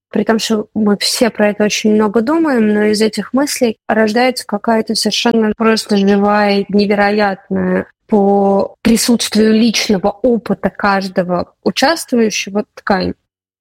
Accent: Russia; born there; мы росли в Москве и Петербурге, там нет как бы культуры, культуры этой вообще.

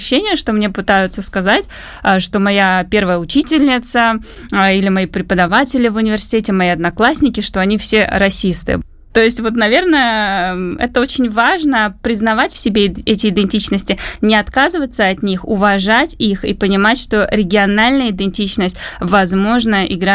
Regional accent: Saint Petersburg, Russia; Моя этническая идентичность – это я бурятка, но моя региональная идентичность – это Петербург, где я выросла.

